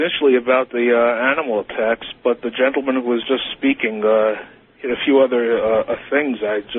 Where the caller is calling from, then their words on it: Hong Kong; Calling from Hong Kong.